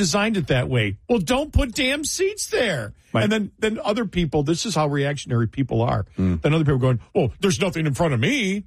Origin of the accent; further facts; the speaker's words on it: Buffalo, New York, United States; I used to go to NBA games when I was a kid, when I grew up in Buffalo